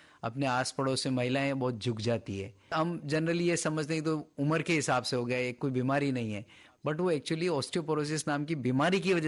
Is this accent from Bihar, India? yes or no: no; Rajasthan, India; तो ऐसे आपको मैं एग्जांपल देता हूँ कि मैं राजस्थान का रहने वाला हूँ